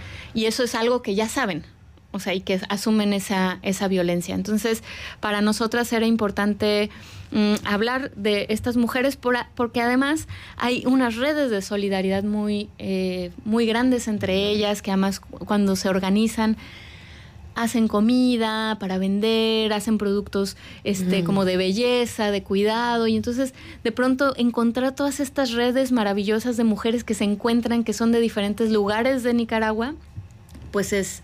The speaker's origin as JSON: {"language": "Spanish", "region": "Veracruz", "country": "Mexico", "moved": "yes", "lives_now": "Oaxaca, Mexico", "said": "Yo soy del estado de Veracruz y ahora vivo en el estado de Oaxaca."}